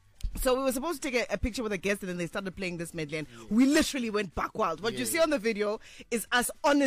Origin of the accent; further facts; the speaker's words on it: Tanzania; now in South Africa; I'm not from Joburg. Yeah. Tukulo is from here, Soweto. I'm from Tanzania.